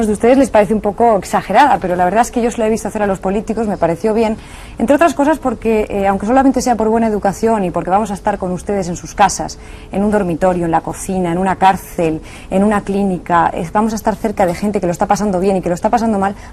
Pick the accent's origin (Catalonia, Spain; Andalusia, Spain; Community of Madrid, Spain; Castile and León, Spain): Catalonia, Spain; Barcelona; born there; soy periodista, nací en Barcelona y tengo 31 años.